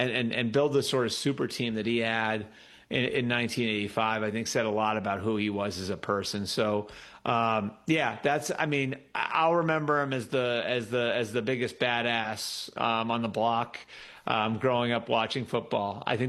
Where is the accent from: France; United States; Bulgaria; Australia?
United States; New England; I was born in 1980. So, like, one of my earliest memories and growing up in New England was the 85 Bears